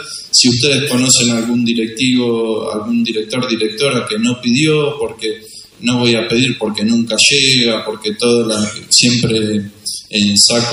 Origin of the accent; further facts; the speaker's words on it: Maipú, Buenos Aires Province, Argentina; moved away; Yo vengo de un pueblo incluso más chico que Bolívar, se llama Maipú, somos 10.000 habitantes. Es un pueblo gobernado por el radicalismo y de 10.000 habitantes.